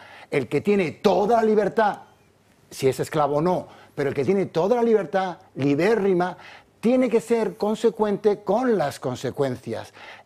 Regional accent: Spain; Yo me siento muy español porque España forma parte de mí.

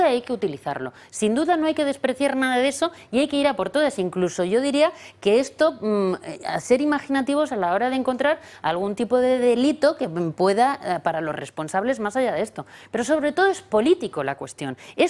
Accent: Spain; nuestro futuro como españoles

